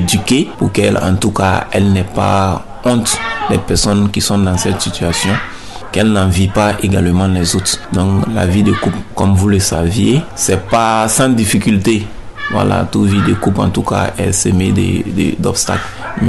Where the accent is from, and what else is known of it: Burkina Faso